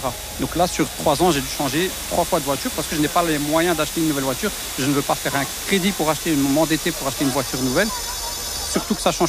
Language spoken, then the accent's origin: French; Evere, Brussels-Capital Region, Belgium; born or raised there; now in Molenbeek, Belgium